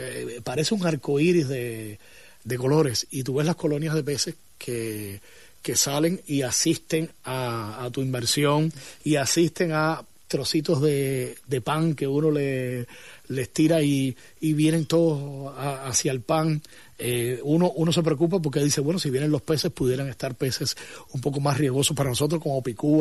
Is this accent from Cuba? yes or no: yes; Cuba